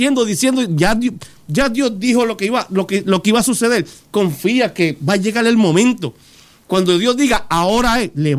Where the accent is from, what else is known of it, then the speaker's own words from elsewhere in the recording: Puerto Rico; Es que nosotros no somos impacientes y puertorriqueños más aún.